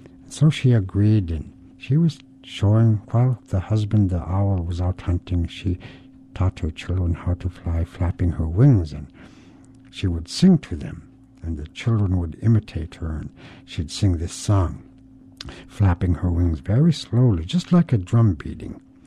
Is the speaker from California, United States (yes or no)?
no; Alaska, United States; I'm a Yupik from Southwest Alaska, and I'm going to tell you a story.